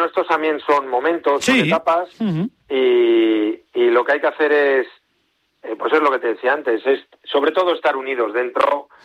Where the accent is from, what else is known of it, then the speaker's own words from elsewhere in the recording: Spain; Pues hombre, yo como español espero que lo gane un español.